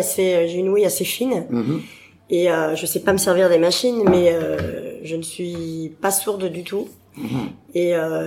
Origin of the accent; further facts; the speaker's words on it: Paris, Île-de-France, France; parce que Paris c'est mon ADN, je suis née ici, et on est parisien et ça se revendique.